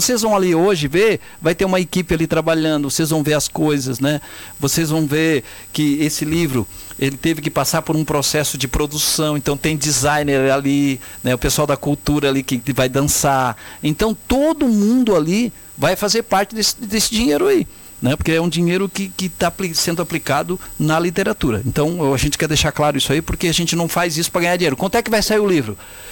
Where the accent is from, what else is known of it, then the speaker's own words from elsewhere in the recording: Lauro Müller, Santa Catarina, Brazil; now in Orleans, Brazil; eu faço parte de Orleans, eu sou cidadão orleanense, eu sou natural de Lauro Miller, mas eu estou aqui há mais de 45 anos.